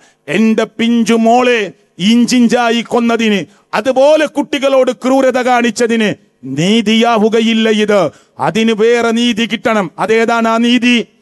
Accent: Manjeri, Kerala, India; എന്റെ നാട്ടിൽ മലപ്പുറം ജില്ലയിൽ മഞ്ചേരിയിൽ

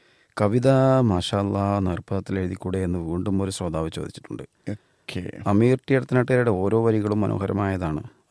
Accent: Malappuram, Kerala, India

